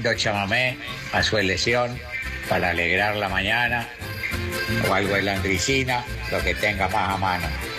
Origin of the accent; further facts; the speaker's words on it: Tres Isletas, Chaco, Argentina; born there; now in El Bolsón, Argentina; El chaqueño porque soy nacido en el Chaco, Tres Isleta. Y bueno, pero hace ya 45 años que vivimos por acá en estos lindos lugares.